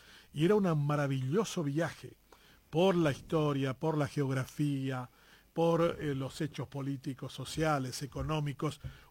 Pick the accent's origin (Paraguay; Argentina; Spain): Paraguay; de los grandes desafíos siempre que nos permite la música para pensar nuestra propia identidad como paraguayos y como parte del género humano.